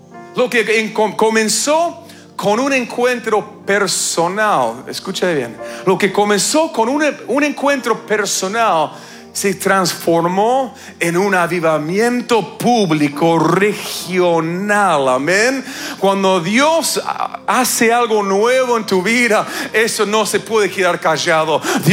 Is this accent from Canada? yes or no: yes; Canada; Yo vengo de Canadá, que hace un frío bárbaro.